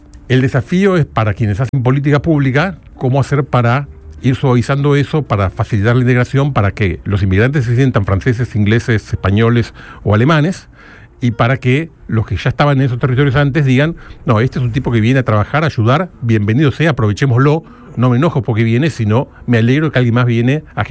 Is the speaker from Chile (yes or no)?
no; Argentina; cuando nosotros tuvimos una migración enorme en Argentina